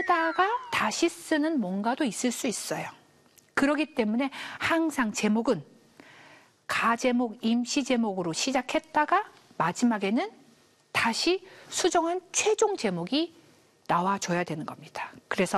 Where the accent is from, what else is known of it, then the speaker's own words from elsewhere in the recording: Gongju, South Chungcheong, South Korea; born there; 저는 충남 공주에서 태어났는데, 서울 살면서 돈 많이 벌어서 엄마 주고 행복하게 사는 사람.